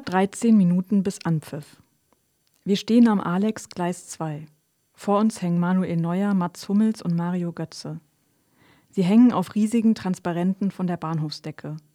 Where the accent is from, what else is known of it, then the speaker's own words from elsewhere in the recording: Berlin, Germany; moved away as an adult; now in Leipzig, Germany; ich lebe jetzt seit über 10 Jahren in Leipzig und fühle mich hier auf jeden Fall sehr zu Hause. Genau, aufgewachsen bin ich in Berlin. Da fühle ich mich vielleicht auch noch, ja, in beiden Städten fühle ich mich zu Hause